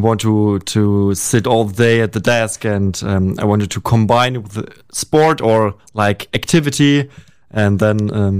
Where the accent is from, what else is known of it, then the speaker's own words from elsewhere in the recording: Mannheim, Baden-Württemberg, Germany; I'm from Germany. I'm a police officer. I'm here in Fort Wayne for 1.5 weeks.